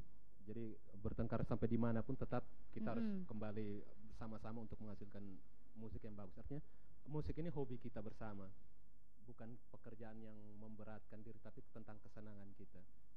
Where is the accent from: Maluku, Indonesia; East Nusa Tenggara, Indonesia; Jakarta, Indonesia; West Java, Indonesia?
East Nusa Tenggara, Indonesia; Atambua; Jadi waktu itu karena kita dari Atambua, jadi dianggap Udik, daerah Udik, jadi anak-anak pinggiran bisa apa sih?